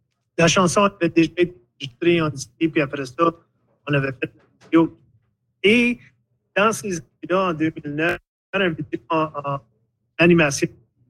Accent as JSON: {"language": "French", "region": "Ontario", "country": "Canada", "tie": "born or raised there", "said": "Donc, en grandissant au Nord, mon père était camionneur."}